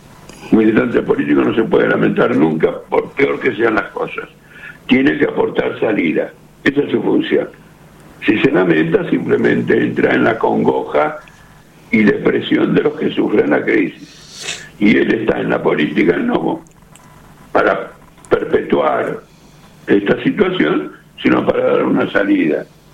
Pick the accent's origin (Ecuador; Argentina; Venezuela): Argentina